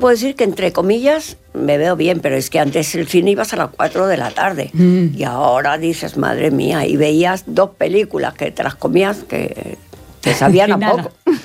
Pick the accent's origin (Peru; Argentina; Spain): Spain; Madrid, Community of Madrid; Sí, yo no tengo pueblo, soy de Madrid capital